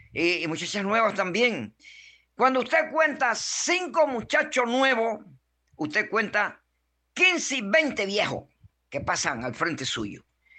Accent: Los Pozos, Herrera, Panama; born there; Vamos a regresar a mi pueblo. Vamos con los pozos.

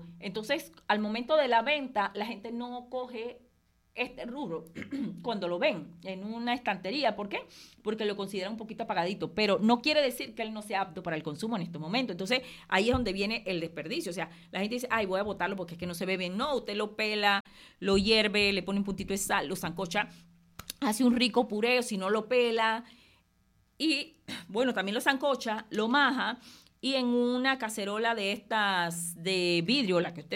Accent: Panama

